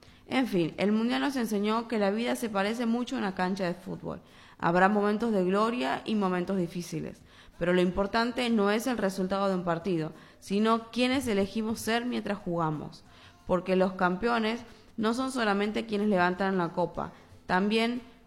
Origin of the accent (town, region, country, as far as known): Argentina